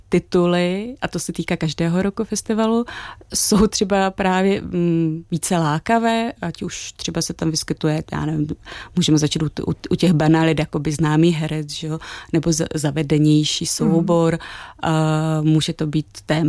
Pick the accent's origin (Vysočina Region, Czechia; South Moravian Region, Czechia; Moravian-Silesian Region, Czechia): Moravian-Silesian Region, Czechia; Ostrava; now in Prague, Czechia; sama jsem z Ostravy a vrátila jsem se tam, když už jsem žila v Praze